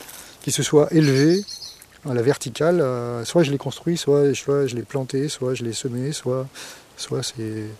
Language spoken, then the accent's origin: French; Île-de-France, France; Écoute, je suis né en région parisienne, enfin je suis parisien de souche